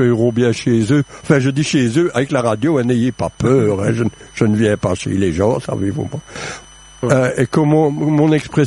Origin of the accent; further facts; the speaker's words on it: Liège, Wallonia, Belgium; Je viens en effet de Bénezet. Pour vos auditeurs de la région qui ne savent peut-être pas vraiment où c'est sur les hauteurs de Liège.